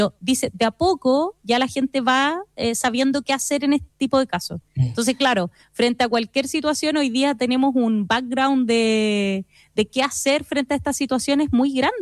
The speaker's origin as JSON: {"language": "Spanish", "country": "Chile"}